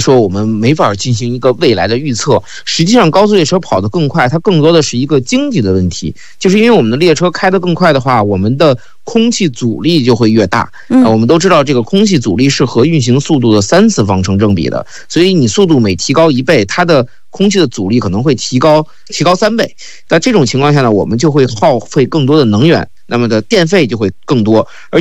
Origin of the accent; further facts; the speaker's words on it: China; 我们作为中国人